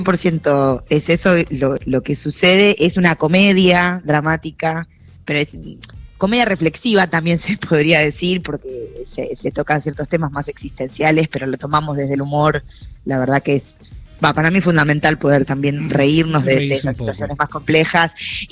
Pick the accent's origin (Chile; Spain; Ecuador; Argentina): Argentina; Cipolletti, Río Negro; now in Buenos Aires, Argentina; yo soy de Río Negro, de Chipoleti.